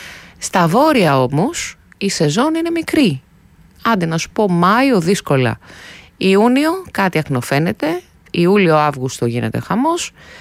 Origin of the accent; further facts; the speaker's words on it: Central Macedonia, Greece; moved away; με την πατρίδα μου, τη Χαλκιδική